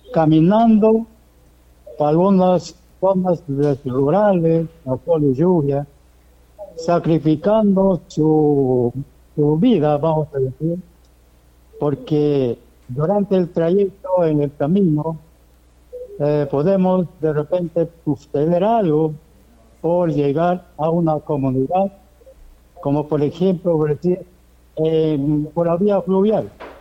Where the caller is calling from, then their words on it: Zapatero, San Martín, Peru; Estoy llamando de Zapatero